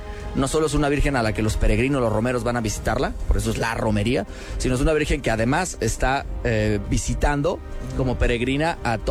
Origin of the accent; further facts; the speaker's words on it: Jalisco, Mexico; Como tapatíos, como zapopanos, como jalisquillos, esto es parte de nuestra historia.